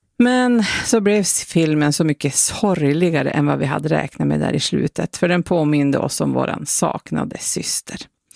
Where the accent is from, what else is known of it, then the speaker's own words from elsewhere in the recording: Piteå, Norrbotten County, Sweden; accent: Pite dialect; och ja, ni kanske hör det, men ikväll sänder vi från Pite. Ni kanske hör det på min dialekt, menar jag.